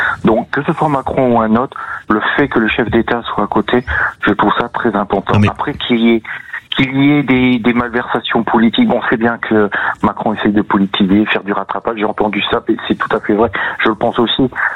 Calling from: France; On a mis en devant nos racines aussi, ce qu'on est français, ce qu'on est au fond de nous aussi, et qui nous a construit.

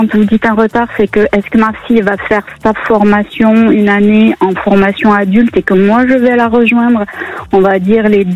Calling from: Occitanie, France

